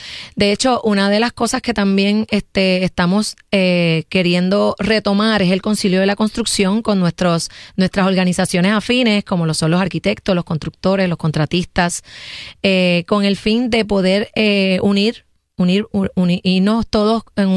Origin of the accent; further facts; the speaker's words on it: Hormigueros, Puerto Rico; moved away as an adult; now in Canóvanas, Puerto Rico; Yo soy de Hormigueros, Puerto Rico